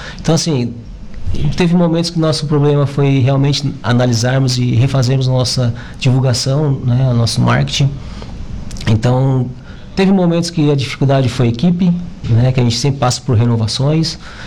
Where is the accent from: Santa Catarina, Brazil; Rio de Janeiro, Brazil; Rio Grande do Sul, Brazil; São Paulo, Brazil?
Santa Catarina, Brazil; Criciúma; eu sou de Criciúma. Há 3 anos eu estou vindo para Araranguá.